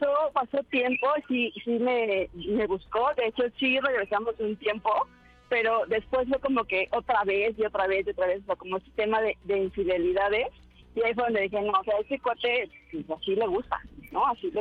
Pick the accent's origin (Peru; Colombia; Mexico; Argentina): Mexico; Mexico City; Tengo 32 años de aquí, de la Ciudad de México.